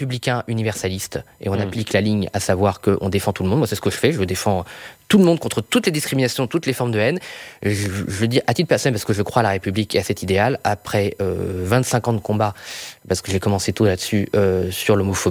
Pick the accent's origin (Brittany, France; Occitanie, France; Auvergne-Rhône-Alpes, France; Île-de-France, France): Brittany, France; moi, je suis breton, je suis superstitieux, donc j'essaie de limiter mes rêves. J'étais en Bretagne dans ma famille, j'ai mis beaucoup de cierges.